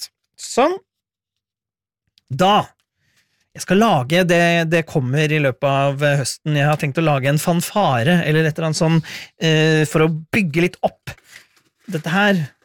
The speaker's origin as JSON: {"language": "Norwegian", "region": "Innlandet", "country": "Norway", "accent": "East Norwegian", "said": "jeg kommer egentlig fra Hedmarken, men har aldri snakket hedmarksdialekt sånn..."}